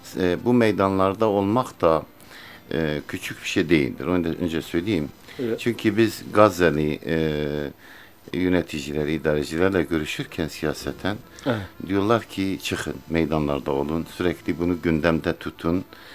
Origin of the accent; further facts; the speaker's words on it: Diyarbakır, Diyarbakır Province, Turkey; Hüdapar Diyarbakır İl Başkanlığı'nı yapıyorum şu anda. Diyarbakırlıyım.